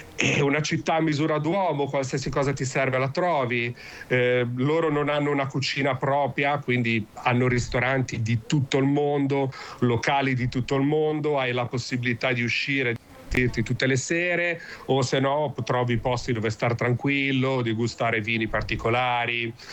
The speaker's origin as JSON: {"language": "Italian", "town": "Savona", "region": "Liguria", "country": "Italy", "moved": "yes", "lives_now": "Netherlands", "said": "Io sono dalle Fornaci a Savona, quindi una via sul mare."}